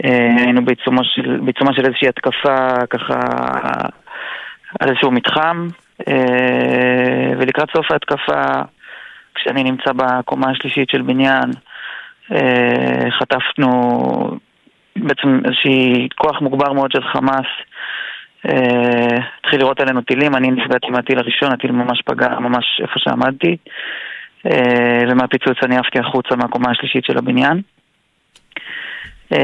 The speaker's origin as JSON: {"language": "Hebrew", "town": "Haifa", "region": "Haifa District", "country": "Israel", "tie": "born or raised there", "said": "גם גדלתי בפנימיה הצבאית של הריאלי בחיפה."}